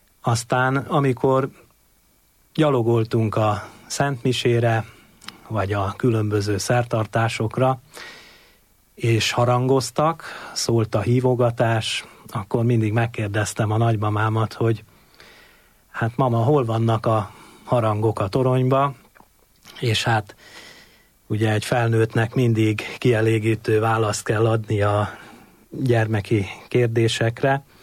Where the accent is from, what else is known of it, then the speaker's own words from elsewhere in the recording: Vértesszőlős, Komárom-Esztergom, Hungary; A Komárom-Esztergom megyei vérteszőlős községből származom, oda születtem, jelenleg is ott lakom